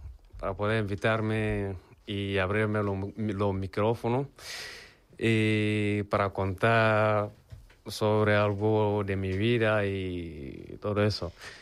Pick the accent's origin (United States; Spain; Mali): Mali; moved away; Cuando me fui de Mali, hace 3 años, en un momento que quedarme ya no era una opción si quería comenzar a conservar mi vida y mi libertad. La solución en mi país se volvió insostenible